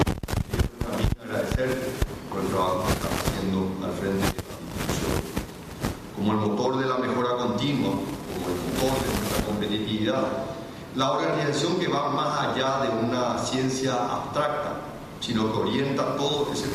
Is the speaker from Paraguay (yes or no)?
yes; Paraguay